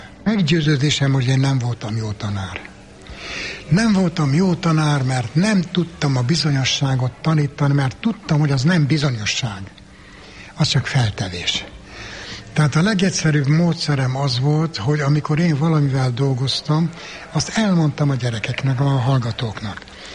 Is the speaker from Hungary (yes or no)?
no; Székely Land, Romania; Én székely vagyok, a legkeletibb magyar törzs egyik törzsökös tabja, amióta apám, anyám visszaemlékszik, és magam is, mind ott nőttünk fel, és odavalók vagyunk.